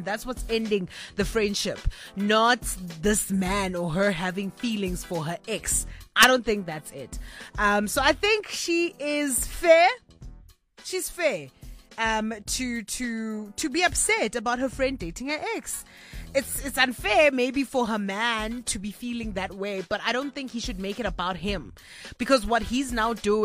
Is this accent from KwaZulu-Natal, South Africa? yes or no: no; Kimberley, Northern Cape, South Africa; my hometown of Kimberley.